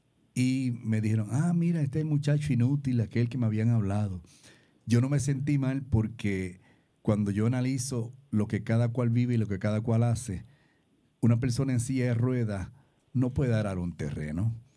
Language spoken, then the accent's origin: Spanish; Puerto Rico; Y yo vivo en Puerto Rico, soy ahora el único puertorriqueño que vive en Puerto Rico, que participa de este deporte en Estados Unidos, y el más viejo también que está jugando.